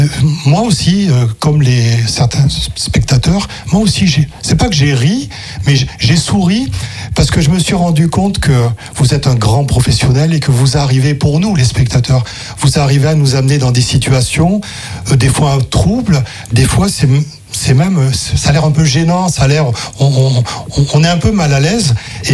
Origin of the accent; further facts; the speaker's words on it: Cannes, Provence-Alpes-Côte d'Azur, France; j'adore voir des films, et depuis très longtemps, j'ai grandi à Cannes, je suis accrédité au festival, c'est 400 films par an.